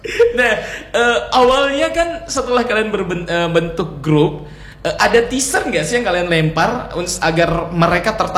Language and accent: Indonesian; Sudiang, South Sulawesi, Indonesia; Saya juga orang sana.